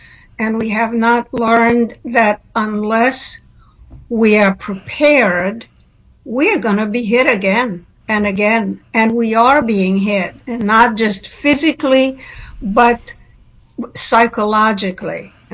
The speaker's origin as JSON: {"language": "English", "town": "Washington", "region": "District of Columbia", "country": "United States", "said": "I come from Washington, D.C."}